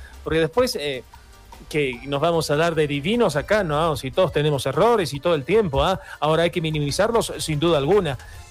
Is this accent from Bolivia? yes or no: yes; Bolivia; nosotros como bolivianos nos tenemos que mover de manera diferente.